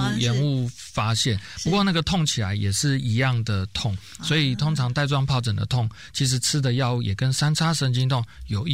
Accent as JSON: {"language": "Chinese", "country": "Taiwan", "said": "我们应该是说我们台湾人都有这个吃苦耐劳的特性"}